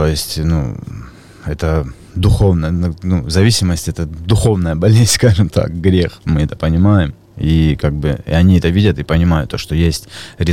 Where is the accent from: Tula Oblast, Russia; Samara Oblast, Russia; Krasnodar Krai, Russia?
Krasnodar Krai, Russia; Krasnodar; Я здесь, Краснодара, родился, вырос здесь, на Комсомольском. Я учился в школе с Виталием Сергеевичем, 83-й.